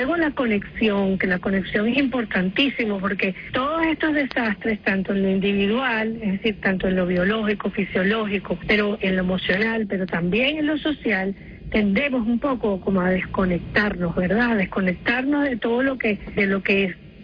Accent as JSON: {"language": "Spanish", "country": "Venezuela"}